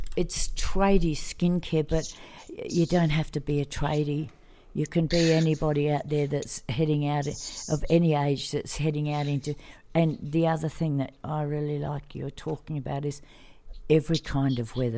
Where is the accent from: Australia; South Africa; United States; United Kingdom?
Australia; We're Australian, so of course we're all outside.